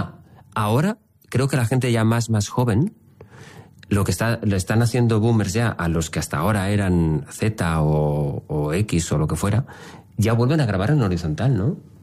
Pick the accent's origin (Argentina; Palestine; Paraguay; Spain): Spain; Valencian Community; Siendo yo valenciano es una expresión complicada.